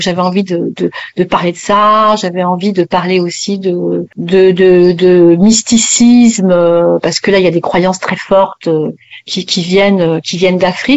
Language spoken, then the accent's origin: French; French Guiana; j'avais aussi beaucoup de choses à dire sur ce qui se passe chez moi en Guyane